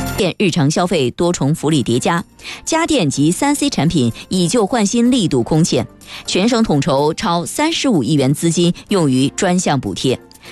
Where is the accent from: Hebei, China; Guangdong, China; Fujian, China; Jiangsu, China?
Jiangsu, China; 我们江苏人